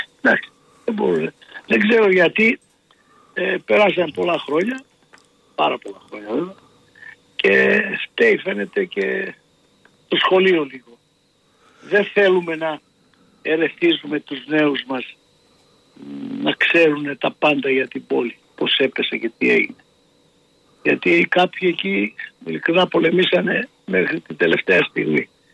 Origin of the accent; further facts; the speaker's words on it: Istanbul, Turkey; γιατί όταν ήμασταν παιδιά στην Κωνσταντινούπολη